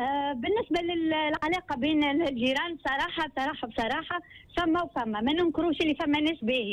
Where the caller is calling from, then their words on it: Hajeb El Ayoun, Kairouan Governorate, Tunisia; انا نسكن توا في حاج العيون.